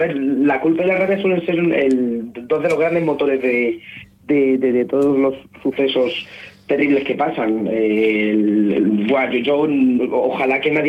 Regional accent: Fuensalida, Castilla-La Mancha, Spain; Sí, yo soy de un pueblo de Toledo que se llama Fuensalida, que está a 50 kilómetros al sur de Madrid y 20 del norte de Toledo.

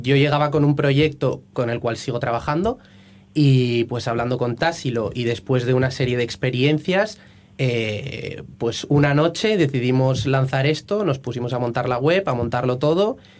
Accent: Asturias, Spain; moved away as an adult; now in Madrid, Spain; Yo soy asturiano, criado en Asturias hasta los 18 y luego me fui a estudiar a Madrid.

